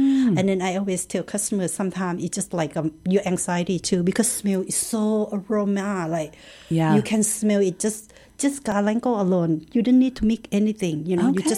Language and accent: English; Thailand; English is a second language; moved away as an adult; now in Canada; when I were young, I was like when I grew up in Thailand